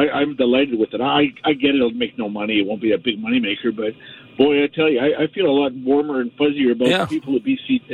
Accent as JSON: {"language": "English", "country": "Germany", "also_born_or_lived": "Calgary, Alberta, Canada", "moved": "yes", "lives_now": "Surrey, Canada", "said": "I'm from Germany originally."}